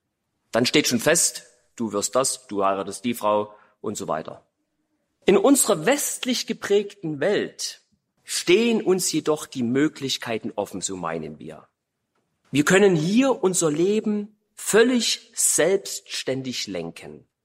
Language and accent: German; Saxony, Germany; moved away as an adult; now in Rhineland, Germany; Ich bin in Sachsen aufgewachsen, wohne aber seit 2017 im Rheinland, was auch ganz schön ist. Ich bin dahin gezogen wegen der Liebe.